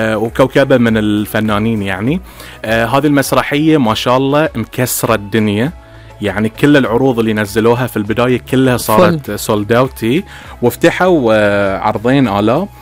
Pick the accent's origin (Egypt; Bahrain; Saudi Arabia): Bahrain; احنا كبحرينيين